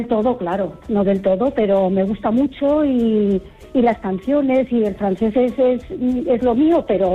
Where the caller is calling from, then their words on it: Bilbao, Basque Country, Spain; Bueno, yo soy de Bilbao.